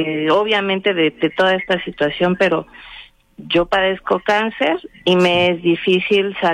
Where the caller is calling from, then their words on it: Hidalgo, Mexico; soy de habitante de Rincones de la Hacienda, tercera sección.